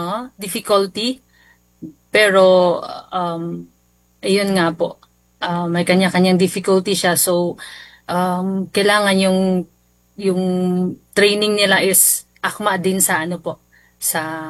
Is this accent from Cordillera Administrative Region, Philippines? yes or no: yes; La Trinidad, Cordillera Administrative Region, Philippines; Pantabangan, and Nueva Ecija, and then La Union po. But ito, dito po kami sa Trinidad po talaga na lagi po.